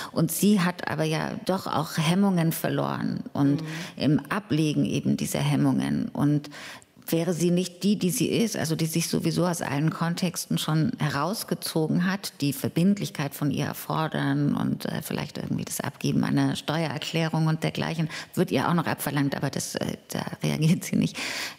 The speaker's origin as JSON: {"language": "German", "region": "East Germany", "country": "Germany", "tie": "born or raised there", "said": "Also ich bin in einem Land, in der DDR aufgewachsen, die hatte nicht nur Vorteile, aber beispielsweise gab es keine Obdachlosigkeit."}